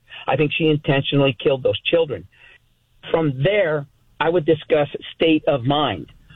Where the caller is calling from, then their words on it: California, United States; I'm from California